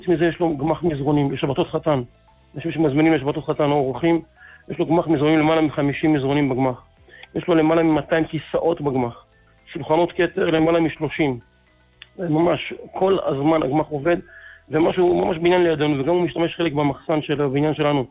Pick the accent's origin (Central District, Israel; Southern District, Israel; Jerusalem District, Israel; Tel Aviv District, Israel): Jerusalem District, Israel; Jerusalem